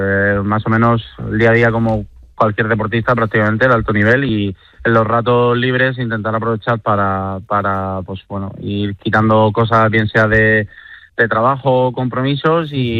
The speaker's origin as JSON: {"language": "Spanish", "town": "Torrevieja", "region": "Valencian Community", "country": "Spain", "tie": "born or raised there", "said": "yo empecé a remar en mi ciudad natal, en Torrevieja"}